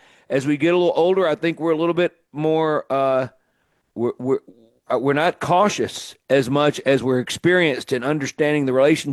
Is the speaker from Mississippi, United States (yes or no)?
yes; Mississippi, United States; on my soil, on my dime, on Mississippi soil, you know, in my hometown.